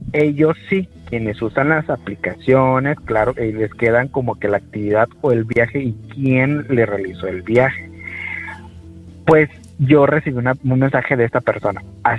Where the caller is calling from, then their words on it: Tuxtla Gutiérrez, Chiapas, Mexico; aquí en Tuxtla, pues escuchamos pues su programa.